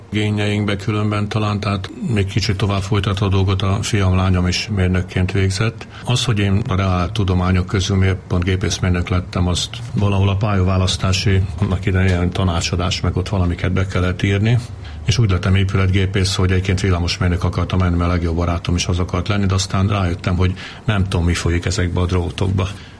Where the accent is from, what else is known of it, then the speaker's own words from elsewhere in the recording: Veszprém, Veszprém County, Hungary; akkor még volt vonat Veszprém és Alsós között, akkor szombatébe végre megérkeztek, tehát nagyjából így nőttem fel, aztán innen jártam Almádiba vitorlázni, az is meghatározó élmény volt, és egyébként pedig ugye a szüleimben mi Veszprémben laktunk.